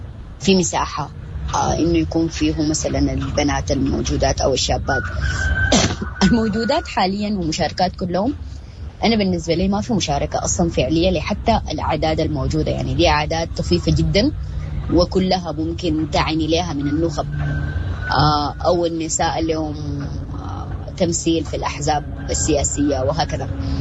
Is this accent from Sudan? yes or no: yes; Sudan; نحن كسودانيين